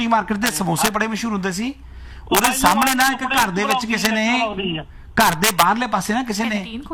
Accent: Ludhiana, Punjab, India; ਲੁਧਿਆਣਾ ਦਾ ਤਾਂ ਮੈਂ ਵੀ ਹਾਂ

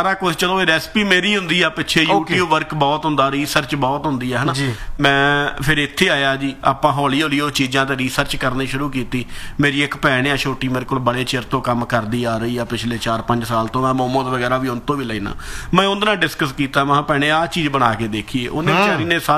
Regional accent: Patti, Punjab, India; moved away; ਮੈਂ ਪੱਟੀ ਤੋਂ ਬਿਲੋਂਗ ਕਰਦਾ ਜੀ

